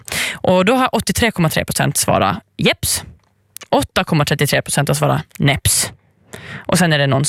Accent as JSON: {"language": "Swedish", "region": "Åland", "country": "Finland", "said": "Jag hade ju tänkt, för jag kommer ju från Åland."}